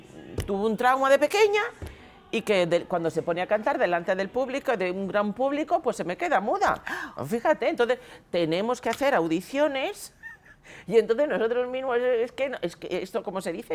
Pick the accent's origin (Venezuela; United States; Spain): Spain; Madrid, Community of Madrid; Soy madrileña.